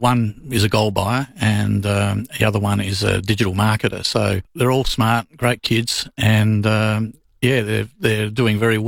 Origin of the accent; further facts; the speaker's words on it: Millswood, South Australia, Australia; I originally grew up in at Erbray, and then we moved to Millswood later on.